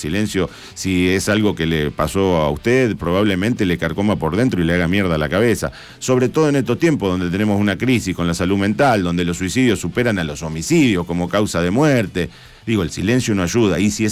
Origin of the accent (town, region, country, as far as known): Argentina